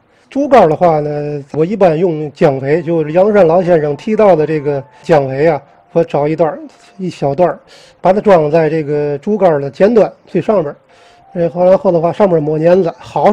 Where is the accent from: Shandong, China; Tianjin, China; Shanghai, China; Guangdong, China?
Tianjin, China; 这个我从小住在西直大街，我们家离这个南开公园非常近